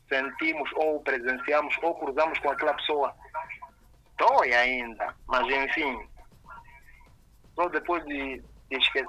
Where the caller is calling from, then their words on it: Nampula, Mozambique; falo de Nampula.